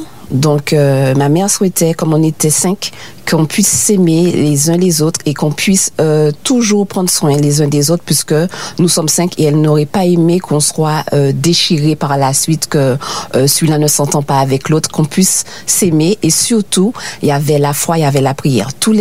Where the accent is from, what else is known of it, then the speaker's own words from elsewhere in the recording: Martinique; Et j'ai grandi en Martinique. Je suis née ici, même si mes parents sont d'origine de la Dominique.